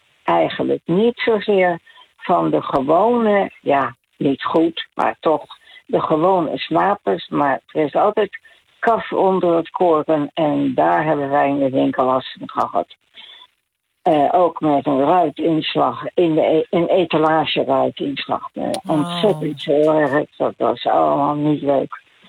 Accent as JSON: {"language": "Dutch", "town": "The Hague", "region": "South Holland", "country": "Netherlands", "tie": "born there", "also_born_or_lived": "Amsterdam", "moved": "as an adult", "said": "Ik ben bijna 88. Ik ben ingetrouwd. Ik kom daar eigenlijk uit Den Haag. Scheveningen geëvacueerd naar Den Haag."}